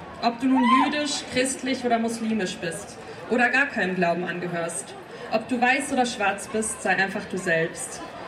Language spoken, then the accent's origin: German; Gaza, Gaza Strip, Palestine; now in Germany; Ich bin Palästinenser aus Gaza. Ich kam als Flüchtling nach Deutschland, im Gepäck schwere Erinnerungen, viele Verluste und eine Hoffnung, die niemals erloschen ist.